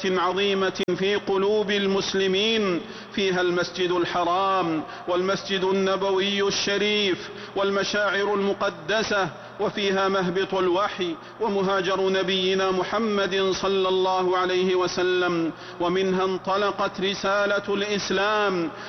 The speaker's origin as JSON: {"language": "Arabic", "country": "Saudi Arabia", "said": "واحفظ بلادنا، واحفظ بلادنا المملكة العربية السعودية وسائر بلاد المسلمين"}